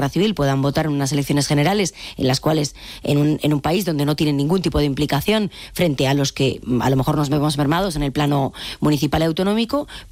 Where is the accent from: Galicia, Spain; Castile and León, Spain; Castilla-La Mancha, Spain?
Galicia, Spain; ¿Por qué yo como gallega no puedo votar en unas elecciones municipales y autonómicas en Galicia